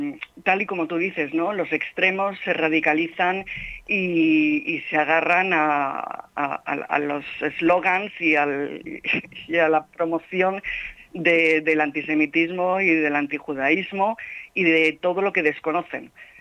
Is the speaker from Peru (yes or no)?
no; Madrid, Community of Madrid, Spain; yo soy española, madrileña y de religión judía